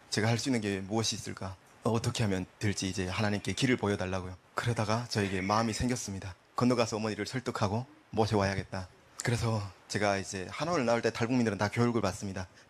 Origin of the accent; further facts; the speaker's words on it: Hyesan, Ryanggang, North Korea; now in South Korea; 제 고향인 양강도 해산시 맞은편 중국 지린성 장백현까지 이동을 했습니다.